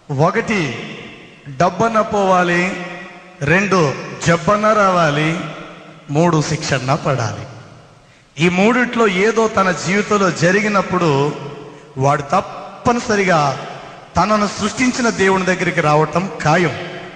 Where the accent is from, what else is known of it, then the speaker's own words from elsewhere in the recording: Rajahmundry, Andhra Pradesh, India; మా స్వగ్రామం Rajahmundry మస్జీద్ centre, Jampeta మస్జీద్ centre. ఇప్పటికి కూడా మా బంధువులు చాలామంది, కొందరు ఆ మస్జీద్కి వెళ్తున్న వారు ఉన్నారు.